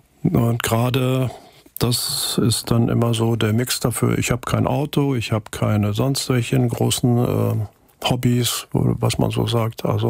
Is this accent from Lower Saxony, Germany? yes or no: yes; Hanover, Lower Saxony, Germany; Also ich bin in Hannover aufgewachsen, aber in den Ferien war ich immer auf dem Land.